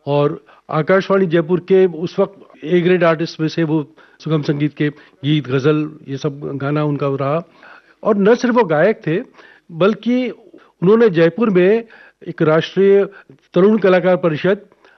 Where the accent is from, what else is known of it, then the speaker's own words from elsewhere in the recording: Nagpur, Maharashtra, India; born there; तेलंगाना के हैं, हमारे पिताजी माताजी सब वहीं के रहे, लेकिन मेरा ननिहाल नागपुर, और मेरे पिताजी जो पोस्टल टेलीग्राफ्स में डिपार्टमेंट में काम करते थे, उनकी पहली पोस्टिंग भी नागपुर में थी, तो मेरा जन्म भी नागपुर में हुआ।